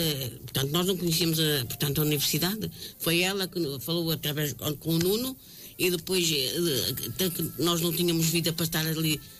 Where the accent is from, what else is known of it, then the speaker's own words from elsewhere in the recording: Porto, Norte, Portugal; moved away as an adult; now in Amarante, Portugal; eu sou do Porto, não é? E vivi sempre no Porto, não é? E agora, como viemos para cá, para cima de Vias